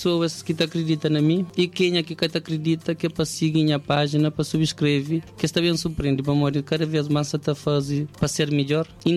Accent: Cape Verde; somos de Cabo Verde.

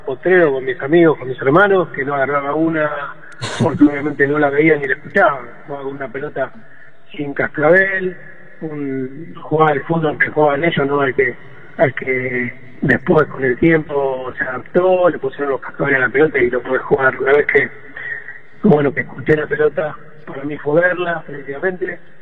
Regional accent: Argentina; nos encontramos acá como argentino

